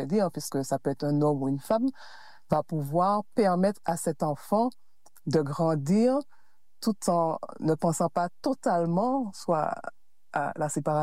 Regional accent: Le Robert, Martinique; j'ai grandi au Robert. Hein? Je suis née en Martinique.

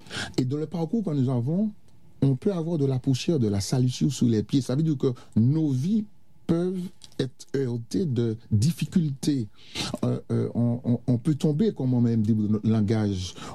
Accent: Martinique; en tant que bon Martiniquais

